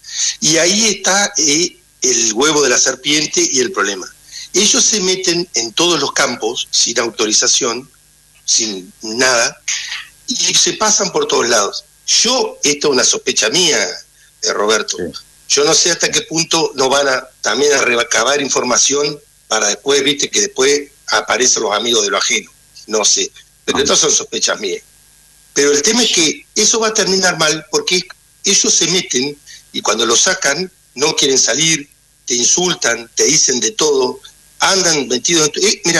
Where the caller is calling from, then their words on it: Gualeguay, Entre Ríos, Argentina; soy de Gualeguay.